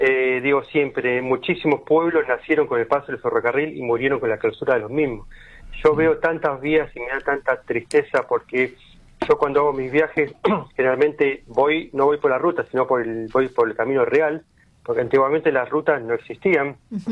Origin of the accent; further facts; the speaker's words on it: Quilmes, Buenos Aires Province, Argentina; Así que bueno, en el año 2010 empecé a viajar por pueblos cercanos a mi casa. Yo soy de Quilmes